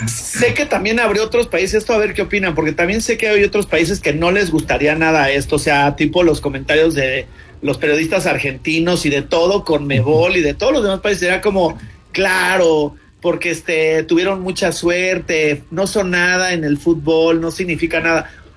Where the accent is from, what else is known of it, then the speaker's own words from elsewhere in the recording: Mexico; como mexicano, con un país que le encanta el fútbol